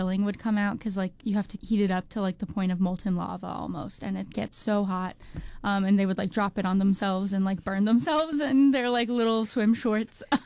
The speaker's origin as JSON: {"language": "English", "region": "New Jersey", "country": "United States", "tie": "born or raised there", "said": "And then I grew up in New Jersey."}